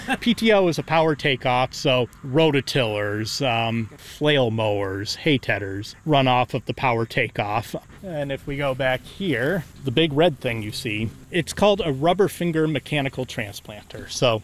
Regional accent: Hadley, Massachusetts, United States; I am genuinely proud to be born and raised in Hadley.

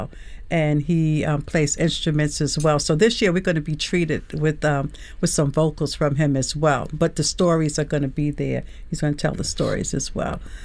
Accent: Brooklyn, New York, United States; growing up in Brooklyn, New York, I did not celebrate Juneteenth. When I came here, it really wasn't celebrated.

